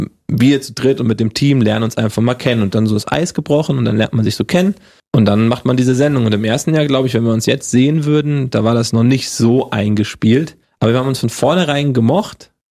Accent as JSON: {"language": "German", "region": "Hesse", "country": "Germany", "accent": "Hessian", "said": "Das Hessisch abtrainieren, komme ich aus Hessen, da hatte ich so diesen Dialekt gleich drauf, der wurde mir abtrainiert, War auch gut so, aber ohne, dass ich jetzt meine hessischen Wurzel verliere."}